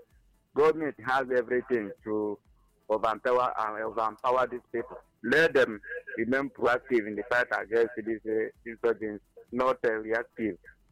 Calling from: Accra, Greater Accra, Ghana; I'm reaching you from Accra.

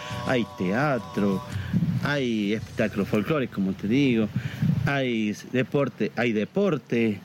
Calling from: La Rioja, Argentina; Lo lindo que tenemos en esta zona, en este departamento, que es el departamento de Arauco.

